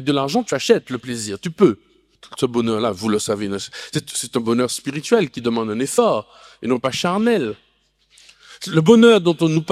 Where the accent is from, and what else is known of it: Martinique, France